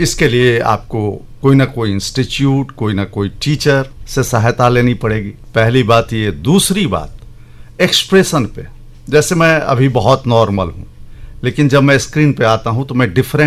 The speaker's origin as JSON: {"language": "Hindi", "region": "Bihar", "country": "India", "said": "हम मिथिला से हैं या बिहार के लोग जो बातें करते हैं, जो भाषा है उनकी, कई बार सौ को शौ बोल देते हैं, शौ बोल देते हैं, रौ को रौ बोल देते हैं"}